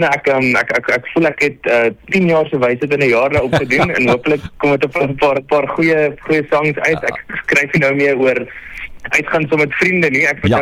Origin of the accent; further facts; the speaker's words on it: Durbanville, Western Cape, South Africa; ek is ook net hier om die draai van julle, of nie om die draai nie. Ek is van Durban wil